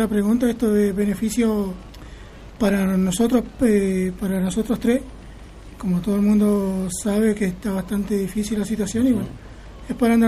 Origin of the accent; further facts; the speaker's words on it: Junín de los Andes, Neuquén, Argentina; somos tres bailarines de acá de Junín.